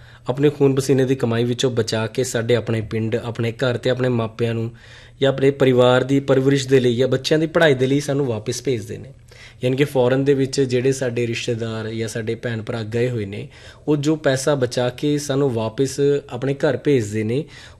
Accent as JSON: {"language": "Punjabi", "region": "Punjab", "country": "India", "said": "ਅਸੀਂ ਪੰਜਾਬ ਤੋਂ ਬਿਲੋਂਗ ਕਰਦੇ ਹਾਂ"}